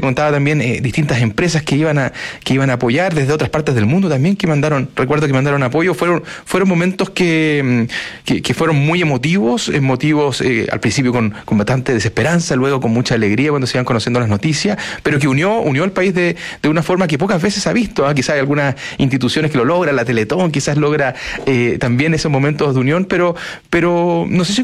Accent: Concepción, Biobío, Chile; Y yo, que soy de Concepción, y voy a paso por As

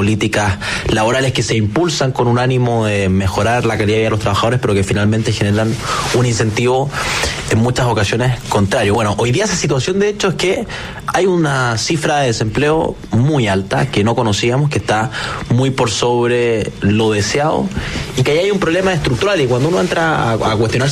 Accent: Araucanía, Chile; Yo que soy de la Araucanía, ese es el impuesto más grande en la región de la Araucanía.

